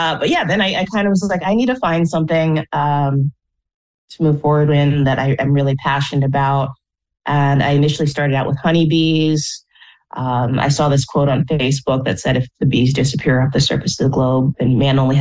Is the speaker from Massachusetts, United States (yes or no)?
no; Omaha, Nebraska, United States; So I'm from Omaha, Nebraska.